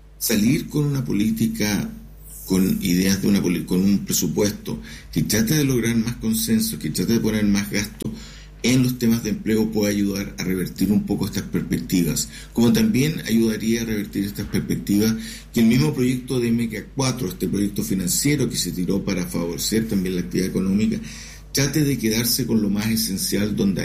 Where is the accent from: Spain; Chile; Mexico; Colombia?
Chile; Cuando uno ve como persona natural, como chileno, que hay un gobierno y oposición